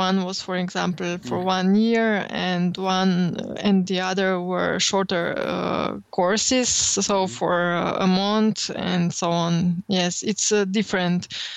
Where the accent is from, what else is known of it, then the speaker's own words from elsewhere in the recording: Maribor, Drava, Slovenia; born there; English is a second language; Well, first, because I was born in Maribor, I attended high school there and I took lessons from piano, theoretical class and viola.